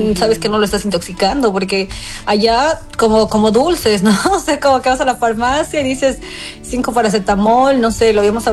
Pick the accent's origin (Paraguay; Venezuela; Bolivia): Bolivia; La Paz